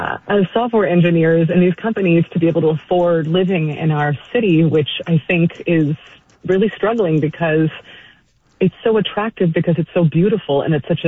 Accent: San Francisco, California, United States; I'm a native San Franciscan

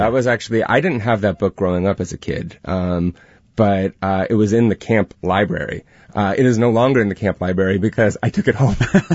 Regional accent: California, United States; I grew up in the Bay Area, and I would come home from school.

